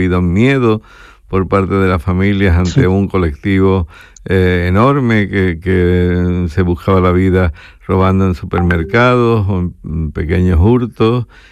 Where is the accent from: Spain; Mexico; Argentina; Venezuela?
Spain; Andalusia